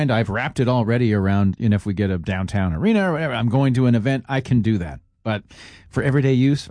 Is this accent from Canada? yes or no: yes; Calgary, Alberta, Canada; moved away; I grew up in Calgary.